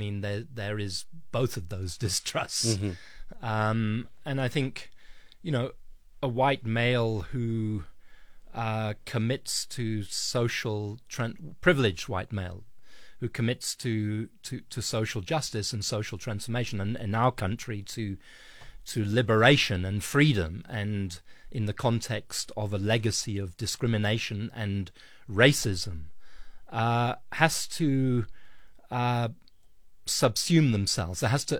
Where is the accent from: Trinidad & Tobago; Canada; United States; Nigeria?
Nigeria; also born or lived in Ghana / Botswana; I was born in Lagos in Nigeria and grew up in different parts of Nigeria, different parts of Ghana, and then Botswana.